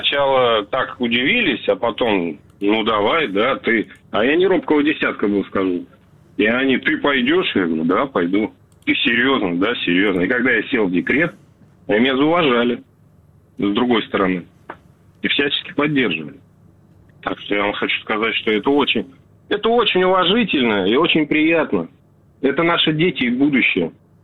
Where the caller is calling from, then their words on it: Krasnodar Krai, Russia; also born or lived in Tomsk; Я звоню вам из Кубани. Раньше проживал в городе Томск.